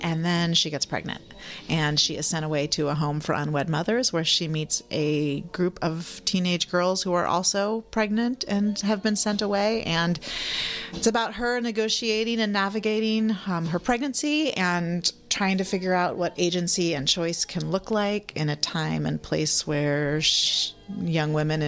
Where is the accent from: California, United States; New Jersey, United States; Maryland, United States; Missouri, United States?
California, United States; I grew up really romanticizing San Francisco in the 60s. You know, I grew up in the Bay Area.